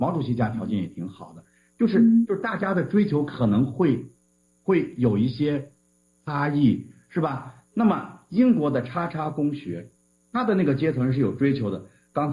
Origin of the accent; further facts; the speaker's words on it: China; 我们中国人